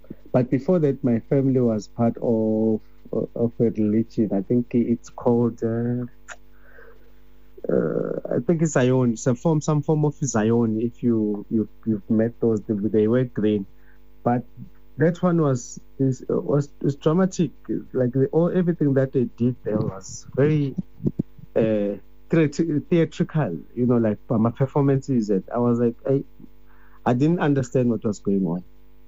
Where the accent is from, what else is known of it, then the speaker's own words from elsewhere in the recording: Soweto, Gauteng, South Africa; born and bred in Soweto, MDNI. Grew up in MDNI